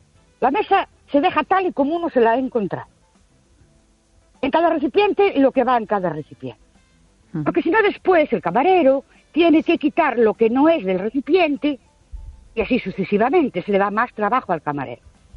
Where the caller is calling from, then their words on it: Ourense, Galicia, Spain; de Ourense otra vez.